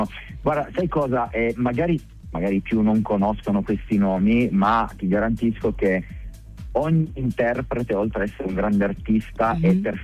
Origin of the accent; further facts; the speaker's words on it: Turin, Piedmont, Italy; la produzione parte da Torino perché siamo torinesi